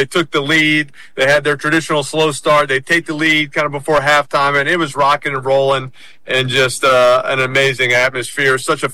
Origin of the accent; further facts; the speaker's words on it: New Orleans, Louisiana, United States; I grew up in New Orleans. I knew what a parade was.